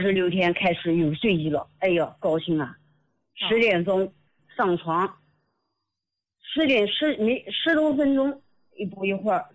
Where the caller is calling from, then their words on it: Nanjing, Jiangsu, China; 我是南京的听众。我想跟老师分享一下我和老伴的情况。